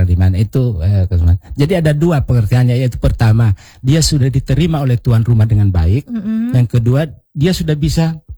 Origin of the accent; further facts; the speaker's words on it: Gorontalo, Indonesia; Maknaan bahwa kita orang Gorontalo itu harus harmoni dengan alam